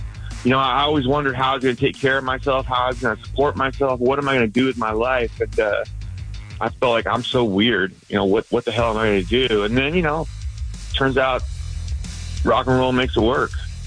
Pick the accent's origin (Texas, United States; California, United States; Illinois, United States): California, United States; Oakland; I grew up in Oakland.